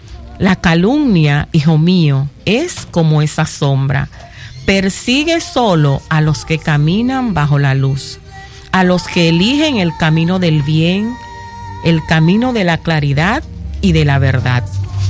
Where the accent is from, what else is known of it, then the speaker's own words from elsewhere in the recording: San Rafael del Yuma, La Altagracia, Dominican Republic; Nos vamos de retiro para mi pueblo natal. Nos vamos para Yuma, la iglesia Lirio de los Valles, allá en San Rafael del Yuma.